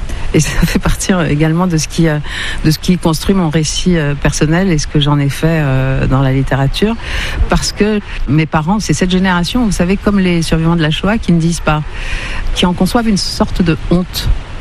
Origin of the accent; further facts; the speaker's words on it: Brittany, France; born there; Oui, je suis née en Bretagne. Le hasard a fait que je suis née en Bretagne